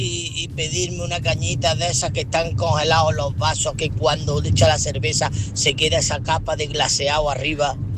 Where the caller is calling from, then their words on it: Almodóvar del Río, Andalusia, Spain; desde Almodóvar del Río, Córdoba.